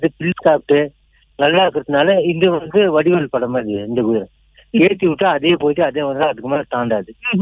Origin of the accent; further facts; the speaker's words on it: Ooty, Tamil Nadu, India; நான் வந்து இங்க காந்தல்லயே பிறந்து வளர்ந்ததுதான்.